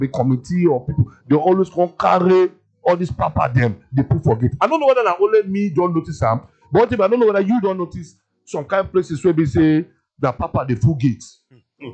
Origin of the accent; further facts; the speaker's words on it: Jos, Plateau, Nigeria; say I come from Jos, but I don't let that just my ear fool.